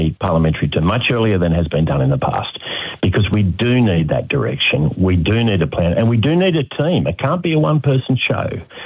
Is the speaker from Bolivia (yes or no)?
no; New South Wales, Australia; I'm not from Victoria, obviously. I'm from New South Wales.